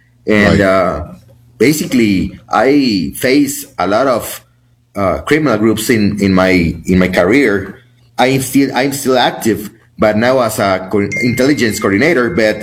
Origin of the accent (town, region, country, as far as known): Mexico